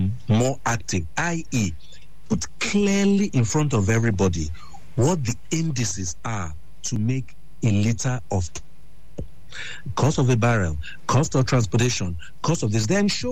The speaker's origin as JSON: {"language": "English", "country": "Nigeria", "said": "as a Nigerian"}